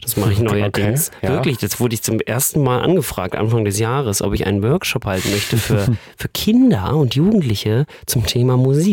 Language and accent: German; Wismar, Mecklenburg-Vorpommern, Germany; oder in Wismar, wo ich herkomme, beim Schwedenfest sind wir wieder.